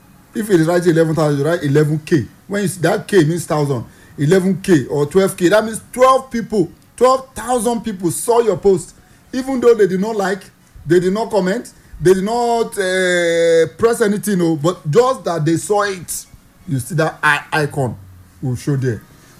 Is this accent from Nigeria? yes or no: yes; Nigeria; Nigerian rich man say, for where? I'm a Nigerian.